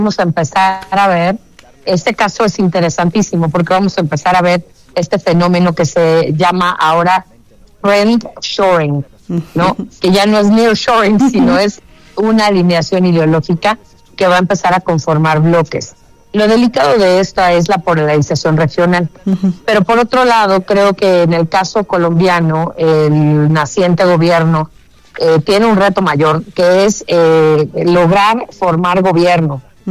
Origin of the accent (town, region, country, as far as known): Mexico